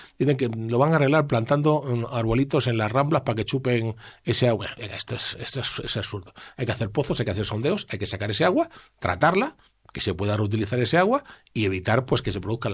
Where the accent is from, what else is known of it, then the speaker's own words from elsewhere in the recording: Region of Murcia, Spain; hay tantísimas cosas que se pueden hacer en mi tierra